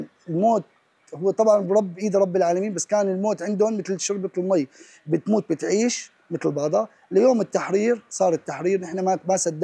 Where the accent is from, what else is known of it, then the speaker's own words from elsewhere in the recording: Syria; طلعنا ورجعنا على مخيمنا وعلى بيوتنا وعلى سوريا، هي أمنا، نحن فلسطينيين سوريين واحد.